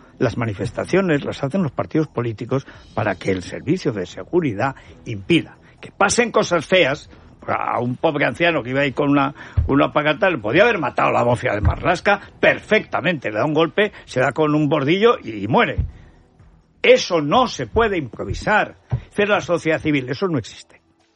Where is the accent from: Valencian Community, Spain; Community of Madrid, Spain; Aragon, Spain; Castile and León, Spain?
Aragon, Spain; Orihuela del Tremedal; Es que el pueblo, mi pueblo se llama Orihuela del Tremedal, provincia de Teruel, no conozco otro.